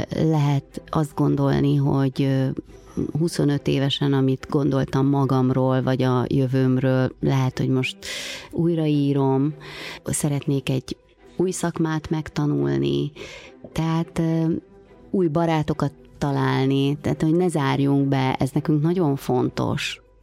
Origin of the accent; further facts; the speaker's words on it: Transylvania, Romania; moved away; egy kis erdélyi városban születtem